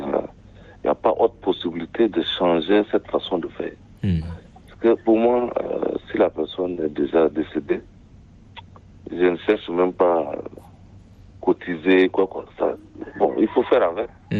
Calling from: Chad; chez nous au Tchad

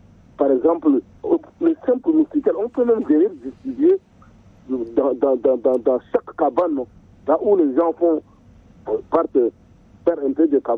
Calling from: Tokra, Chad; je suis à Tokra, dans la zone un peu reculée, comme la plaine carrément.

